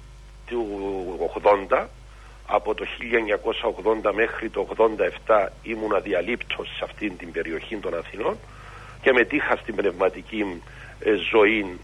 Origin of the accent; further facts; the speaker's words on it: Nicosia, Nicosia District, Cyprus; also born or lived in Zodeia / Athens / Larnaca; λόγω κατοχής του χωριού μου, της Ζώδιας, δεν εμπόρεσα μετά το 1974 να έχω επαφή, και έτσι πρόσφυγας πια εμεγάλωσα στη Λευκοσία, αργότερα φοιτητής στην Αθήνα